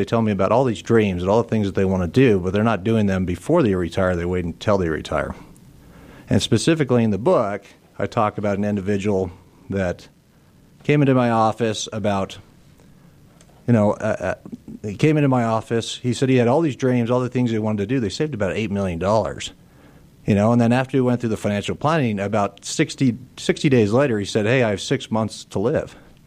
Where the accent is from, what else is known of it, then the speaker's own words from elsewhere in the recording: Park City, Utah, United States; now in Camas, United States; Caleb's actually my cousin. So we grew up together. I grew up in Park City. He grew up in Orem. He ended up in Vegas after medical school. I ended up in Camas.